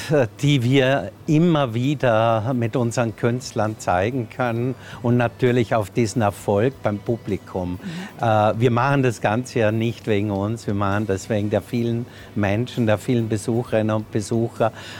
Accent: Lochau, Vorarlberg, Austria; Ich bin ja auch hier in Lochau geboren und aufgewachsen und dann zum Studium weggegangen.

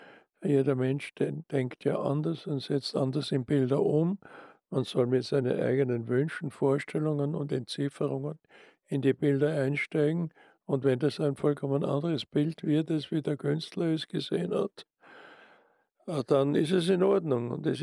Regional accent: Austria; Also, das ist mein Heimatland und ich bin natürlich Mitteleuropäer, das ist klar.

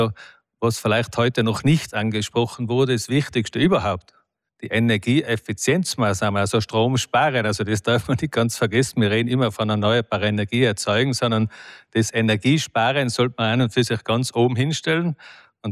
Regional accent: Tyrol, Austria; Ich komme aus dem Zillertal.

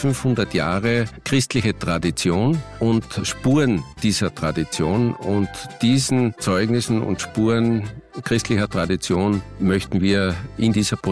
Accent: Carinthia, Austria; als Kärntnerin, als Kärntner

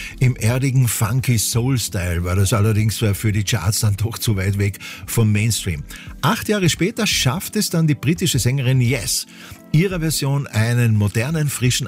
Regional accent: Austria; bei uns in Österreich

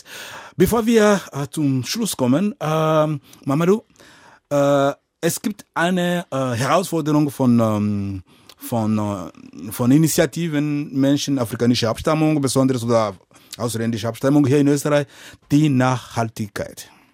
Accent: Rwanda; born there; German is a second language; Weil ich weiß ja auch bei uns in Ruanda, ja, wo ich geboren bin, wenn jede Trommel klang, hat eine Bedeutung gehabt.

